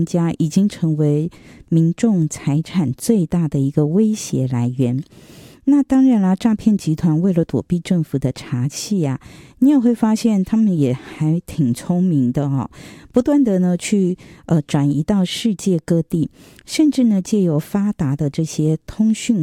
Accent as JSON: {"language": "Chinese", "country": "Taiwan", "said": "我觉得我们台湾人还是心地善良的居多"}